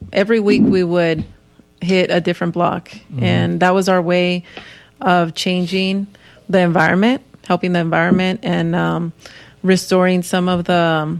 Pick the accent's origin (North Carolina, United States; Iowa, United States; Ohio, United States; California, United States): California, United States; Rialto; born there; also born or lived in East Los Angeles; I did finish my elementary school in Rialto.